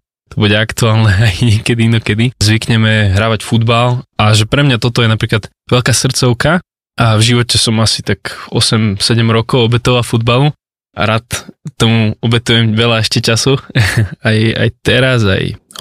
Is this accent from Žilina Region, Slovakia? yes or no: yes; Žilina, Žilina Region, Slovakia; Mám 22 rokov, pochádzam zo Žiliny.